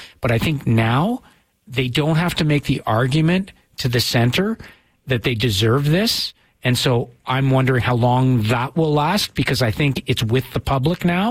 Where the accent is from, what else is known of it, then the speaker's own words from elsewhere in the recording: Toronto, Ontario, Canada; moved away; also born or lived in Halifax / Kingston / Edmonton; I grew up in Toronto, you know, I went to school in Halifax and at Queens, right?